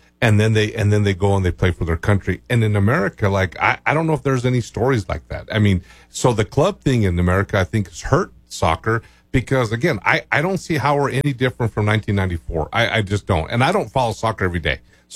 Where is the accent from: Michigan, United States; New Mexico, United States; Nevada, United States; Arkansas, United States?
New Mexico, United States; Chama; I hate to say it's growing up in Chama, but my first recollection.